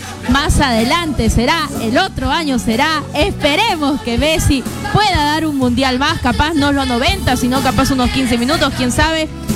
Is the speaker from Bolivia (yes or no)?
no; Peru